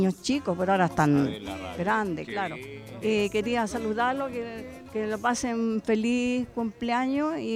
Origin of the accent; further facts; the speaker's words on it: Quillota, Valparaíso, Chile; now in Puchuncaví, Chile; De Puchuncaví. Pero soy oriunda de Quillota.